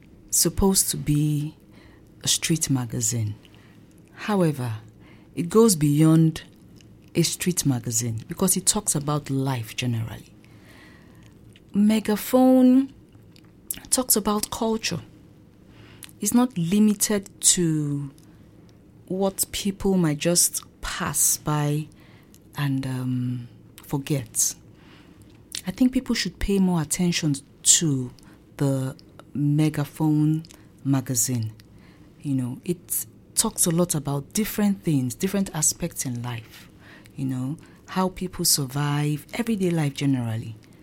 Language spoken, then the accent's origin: English; Nigeria; English is a second language; now in Austria; I'm African and I'm Nigerian. I'm here in Austria studying my course in English and American Studies, my master's to be precise.